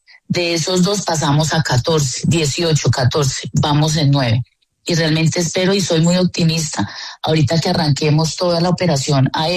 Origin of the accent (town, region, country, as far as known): Colombia